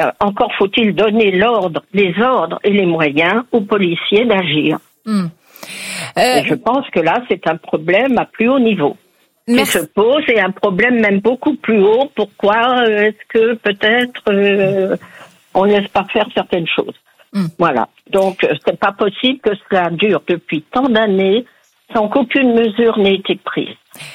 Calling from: Paris, Île-de-France, France; J'habite à Paris, dans le 15e.

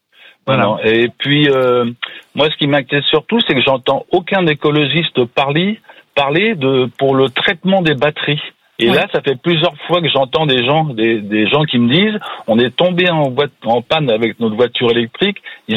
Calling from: Gorges, France; Alors, j'habite à Gorge.

